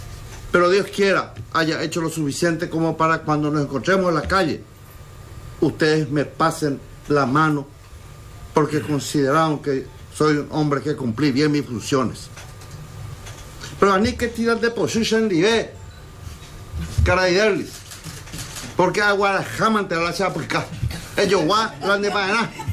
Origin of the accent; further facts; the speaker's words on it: Paraguay; Me honré como paraguayo